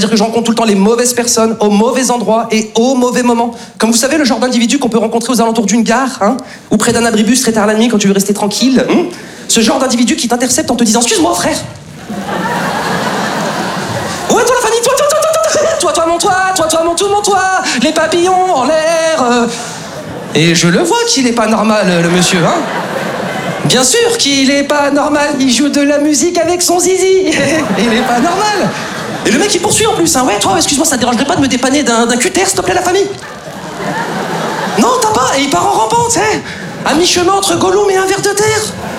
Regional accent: Lyon, Auvergne-Rhône-Alpes, France; moved away as an adult; now in Paris, France; je suis originaire de Provence, je suis originaire de Lyon et c'est vrai qu'avant de m'installer sur Paris

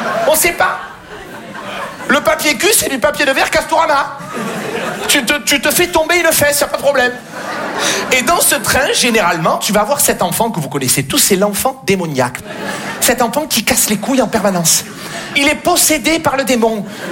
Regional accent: Marseille, Provence-Alpes-Côte d'Azur, France; j'ai grandi à Marseille. Marseille, c'est une ville incroyable.

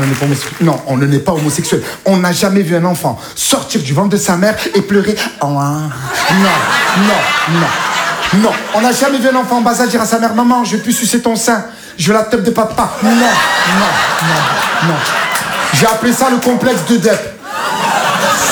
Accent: Marseille, Provence-Alpes-Côte d'Azur, France; accent: marseillais; now in Paris, France; je viens de Marseille.

